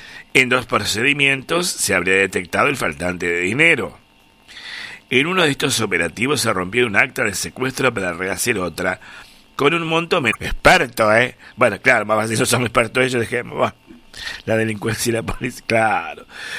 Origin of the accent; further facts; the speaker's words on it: Argentina; somos argentinos